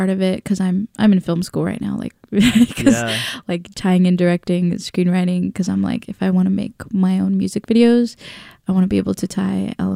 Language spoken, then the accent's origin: English; Cherry Valley, Illinois, United States; I grew up in Cherry Valley, and you know, pretty small town, but Brockford is a little bigger. It kind of encompasses Cherry Valley.